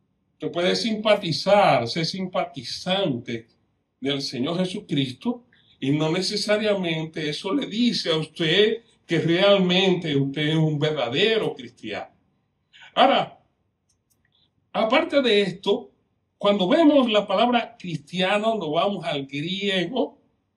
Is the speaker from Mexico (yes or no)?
no; Dominican Republic